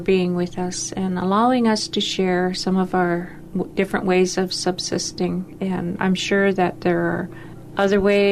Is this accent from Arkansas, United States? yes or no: no; Klukwan, Alaska, United States; I'm from Klukwan, Alaska.